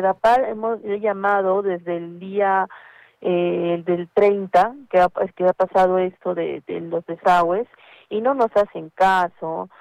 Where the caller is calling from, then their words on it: Arequipa, Peru; Soy vecina de Semirural Pachacute.